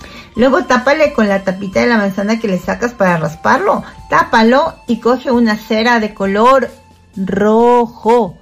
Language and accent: Spanish; Ecuador; moved away; en mi país, el Ecuador, porque soy ecuatoriana, ¿no? Soy ecuatoriana, he recorrido y recorro muchos países de Latinoamérica, Centroamérica y acá en Europa.